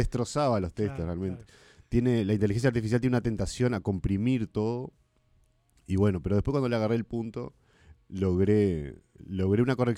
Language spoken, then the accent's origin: Spanish; Rocha, Uruguay; also born or lived in La Paloma; now in Balizas, Uruguay; Soy oriundo de Rocha.